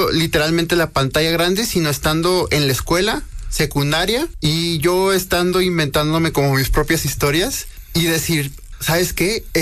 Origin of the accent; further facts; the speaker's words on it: Ciudad Obregón, Sonora, Mexico; now in Puebla, Mexico; Soy de Ciudad Obregón, Sonora.